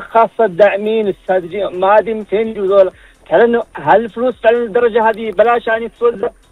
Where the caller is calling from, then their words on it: Saudi Arabia; من السعودية.